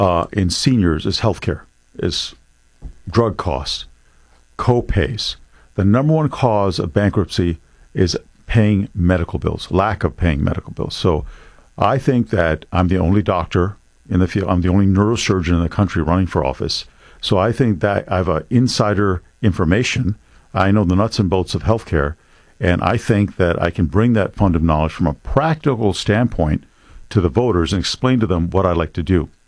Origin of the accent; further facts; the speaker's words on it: Buffalo, New York, United States; I'm a legal immigrant. I came here when I was about 2 1/2, and then I grew up in Buffalo, New York, as you all know.